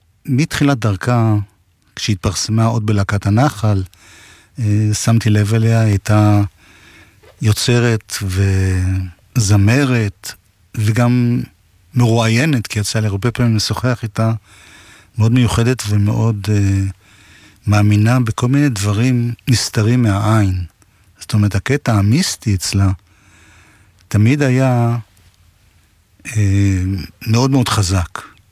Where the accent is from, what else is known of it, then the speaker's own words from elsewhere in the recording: Jerusalem, Jerusalem District, Israel; כיוון ששנינו גדלנו באותה עיר, אני יליד 54, היא כמה חודשים אחריי, העיר היא ירושלים.